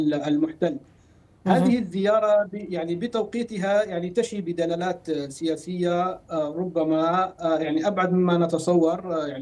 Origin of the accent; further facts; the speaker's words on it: Syria; now in Paris, France; نحن كسوريين